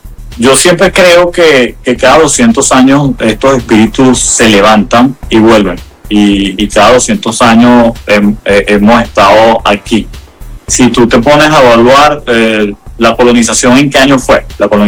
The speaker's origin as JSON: {"language": "Spanish", "country": "Venezuela"}